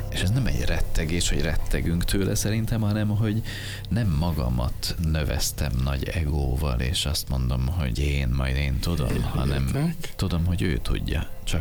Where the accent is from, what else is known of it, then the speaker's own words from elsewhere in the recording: Hungary; Itt nek magyarok vagyunk, és direkt így írja a fordítás.